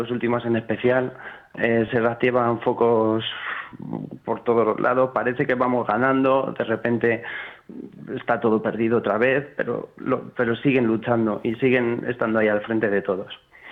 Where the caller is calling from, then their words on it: Sotillo de la Adrada, Castile and León, Spain; Yo ahora mismo estoy en Sanse, de hecho soy vecino de Sotillo.